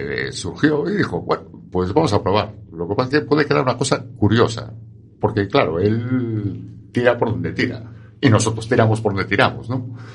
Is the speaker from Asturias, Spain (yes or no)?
no; Ourense, Galicia, Spain; also born or lived in Vigo; Sí, yo soy de Ourense Capital, Vigo Sucursal.